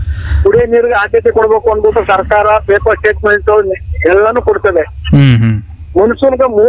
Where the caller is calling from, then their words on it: Huvinakola, Karnataka, India; ಹೂವಿನಕೋಳದಿಂದ ಮುನಿನಳ್ಳಿ ಗ್ರಾಮ ಪಂಚಾಯತಿ ಮಾಜಿ ಉಪಾಧ್ಯಕ್ಷರು.